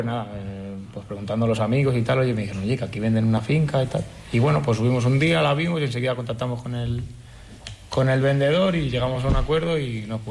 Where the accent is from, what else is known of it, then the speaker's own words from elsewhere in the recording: Castellón de la Plana, Valencian Community, Spain; moved away as an adult; now in Cuenca, Spain; Sí, de Castellón. Yo llegué aquí ahora unos 10 años y nada, siempre mi pueblo es muy taurino y siempre hay muchas tradiciones a los toros.